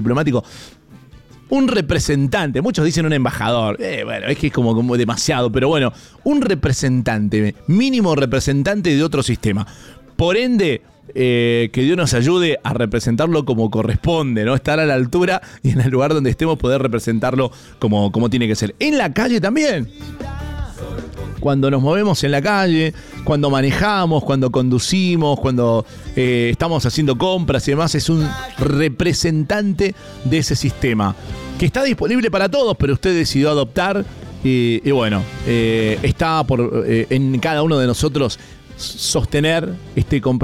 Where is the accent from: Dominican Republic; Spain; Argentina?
Argentina; somos argentinos obviamente